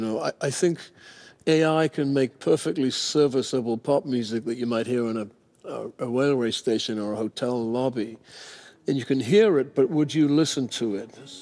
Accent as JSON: {"language": "English", "area": "Tyneside", "region": "North East England", "country": "United Kingdom", "tie": "born or raised there", "moved": "yes", "said": "I was born on Tyneside, right next to a shipyard."}